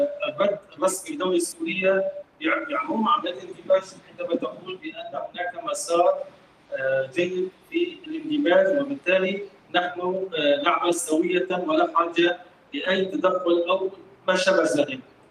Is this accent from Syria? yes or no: yes; Syria; انا كردي وانت عربي، نحن في المحصلة أبناء هذا الوطن.